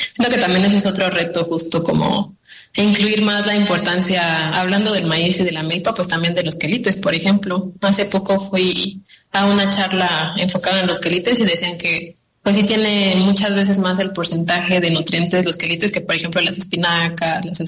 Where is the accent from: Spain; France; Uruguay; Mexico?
Mexico; por nosotros como mexicanos.